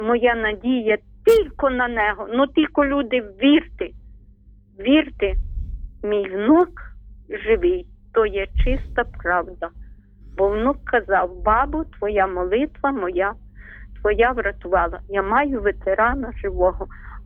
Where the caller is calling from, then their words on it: Ternopil Oblast, Ukraine; Ми з України. Тернопільщина